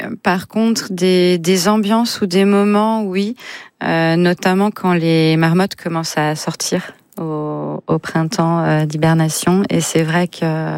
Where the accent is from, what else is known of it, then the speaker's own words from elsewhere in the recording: Auvergne-Rhône-Alpes, France; Je suis savoyarde, donc forcément la montagne c'est mon truc.